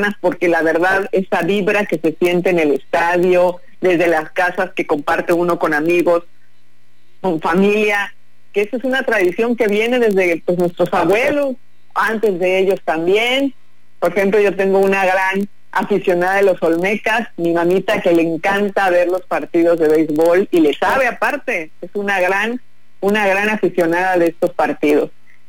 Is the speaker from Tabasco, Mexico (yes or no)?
yes; Tabasco, Mexico; como somos todos los tabasqueños